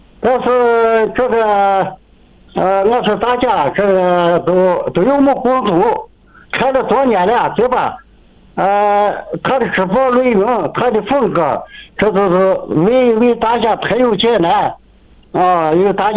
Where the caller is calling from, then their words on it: Gansu, China; 我是来自甘肃省青阳市活水县何家盘镇这样一个地地道道的农民。